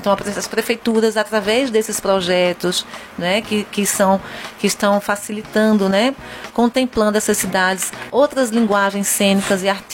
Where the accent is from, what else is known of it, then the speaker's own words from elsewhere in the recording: Caruaru, Pernambuco, Brazil; eu sou do Agreste, né, sou de Caruaru